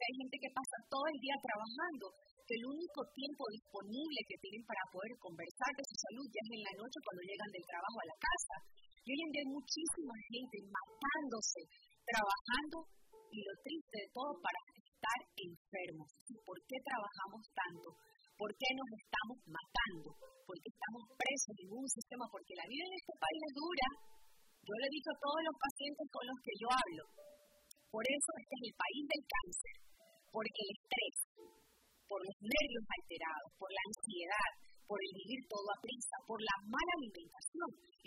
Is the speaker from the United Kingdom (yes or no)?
no; Ecuador; moved away; Yo soy ecuatoriana, yo cuando voy a mi país